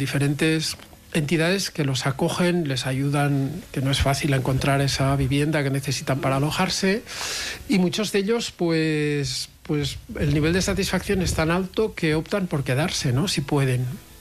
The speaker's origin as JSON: {"language": "Spanish", "region": "Pyrenees", "country": "Spain", "said": "Pues Jaca siempre ha sido, yo que soy del Pirineo también, ¿verdad?"}